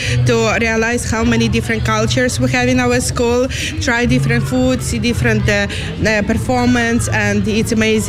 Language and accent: English; Ukraine; English is a second language; moved away as an adult; now in Ireland; I'm from Ukraine originally. I'm here in Ireland for 4 years already.